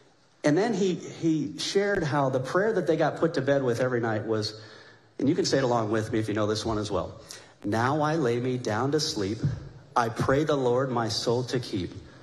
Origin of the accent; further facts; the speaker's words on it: United States; I'm a combat veteran. I'm an American First Patriot.